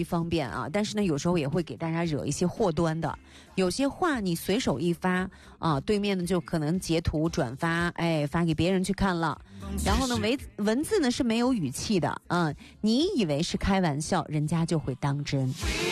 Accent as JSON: {"language": "Chinese", "region": "Shaanxi", "country": "China", "said": "就会把我们陕北的文化传播到哪里，让更多的人喜欢上我们的陕北文化。"}